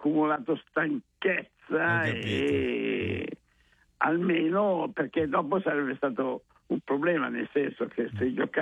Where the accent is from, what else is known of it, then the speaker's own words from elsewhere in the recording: France; Italian is a second language; io sono francese.